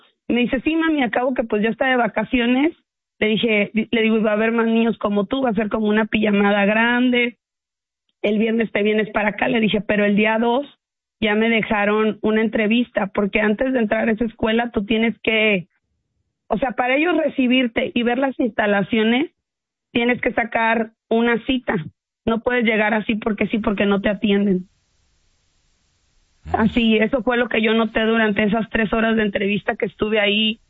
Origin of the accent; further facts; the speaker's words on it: Ciudad Mante, Tamaulipas, Mexico; Yo estoy a 3 horas, yo soy de Ciudad Mante.